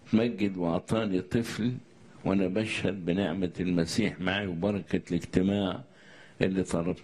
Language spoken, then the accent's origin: Arabic; Beni Suef Governorate, Egypt; أنا بنت الرب من بني سويف، عايزة أحكي على معجزتي